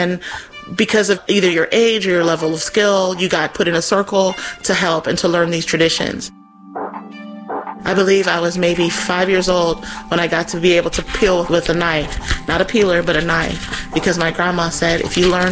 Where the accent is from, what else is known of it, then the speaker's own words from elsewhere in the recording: Louisiana, United States; We are Creoles from Louisiana by way of St. Kitts and Belize.